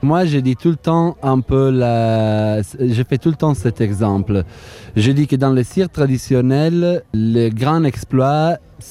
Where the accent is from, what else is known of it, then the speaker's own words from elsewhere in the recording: Turin, Piedmont, Italy; French is a second language; moved away as an adult; now in Toulouse, France; Moi je viens d'Italie.